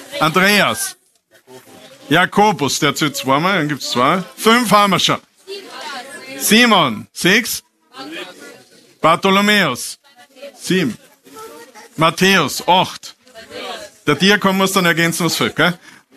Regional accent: Austria; wir als Österreicher

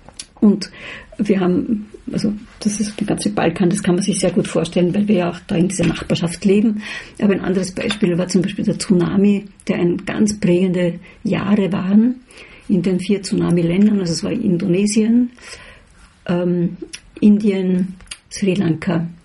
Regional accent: Vienna, Austria; Aber zurück zur Frage, also ich bin Wienerin und bleibe es auch. Und da gehöre ich hin.

